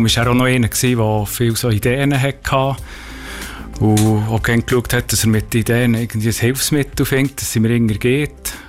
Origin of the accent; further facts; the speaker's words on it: Schangnau, Bern, Switzerland; born or raised there